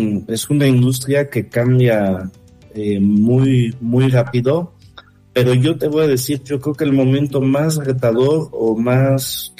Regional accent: France; moved away as an adult; also born or lived in Italy; now in Mexico; tengo 20 años de tener el honor y el placer de vivir en México, pero yo soy franco-italiano, mamá italiana, papá francés, y llegué a México para terminar mis estudios. Como buen estudiante francés de intercambio

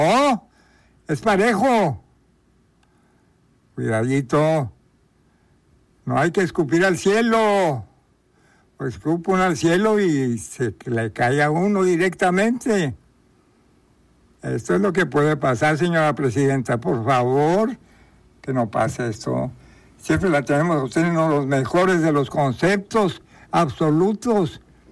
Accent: Mexico

